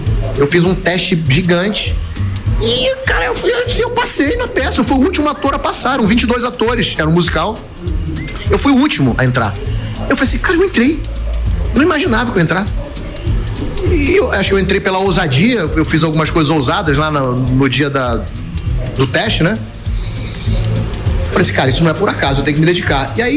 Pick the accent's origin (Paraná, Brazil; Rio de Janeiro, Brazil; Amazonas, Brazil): Amazonas, Brazil; Manaus; moved away; Meu pai migrou para o Amazonas, casou com minha mãe lá. Eu sou de Manaus, eu cresci em Manaus, cresci num ambiente espetacular, maravilhoso.